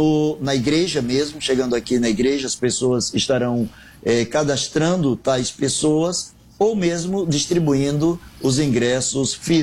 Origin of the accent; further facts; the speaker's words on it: Aracaju, Sergipe, Brazil; born there; now in Rio de Janeiro, Brazil; eu sou carioca no sentido de fui tão bem recebido por esse povo que eu me considero daqui. De nascença eu sou sergipano, eu sou de Aracaju, mas já moro aqui no Rio de Janeiro há 30, 35 anos.